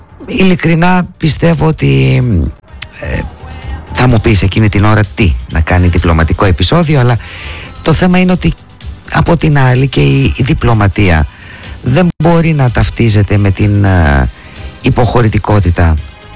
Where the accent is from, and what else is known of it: Greece